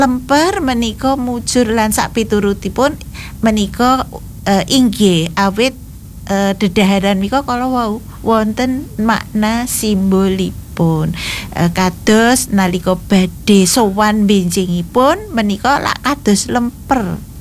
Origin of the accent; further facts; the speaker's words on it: Magelang, Central Java, Indonesia; Wah, luar biasa ini satu daerah. Saya juga dari Magelang ya.